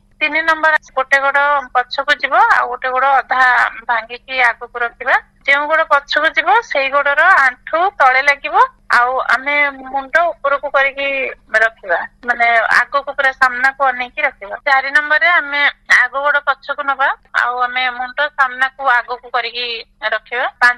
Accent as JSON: {"language": "Odia", "town": "Balasore", "region": "Odisha", "country": "India", "said": "ଆମ ଘର ବାଲେଶ୍ୱର।"}